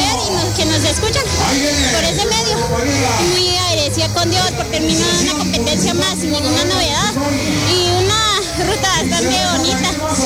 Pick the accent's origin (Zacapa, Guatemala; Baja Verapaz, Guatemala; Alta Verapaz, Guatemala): Alta Verapaz, Guatemala; Cobán; Soy de Cobán, originaria de Cooperativa Chirrepec.